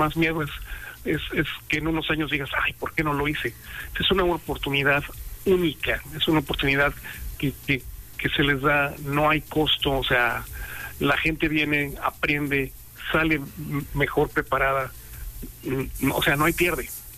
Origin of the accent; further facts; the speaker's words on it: Mexico; moved away as an adult; yo le pago a México lo que México hizo por mí, ¿no? Yo cuando terminé mi escuela de medicina me salí de México y ya nunca regresé.